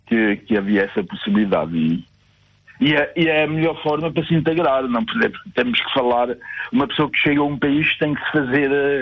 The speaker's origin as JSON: {"language": "Portuguese", "town": "Amiais de Baixo", "region": "Santarém", "country": "Portugal", "said": "Olha, um bom dia de um ribatejano. Também sou do Ribatejo."}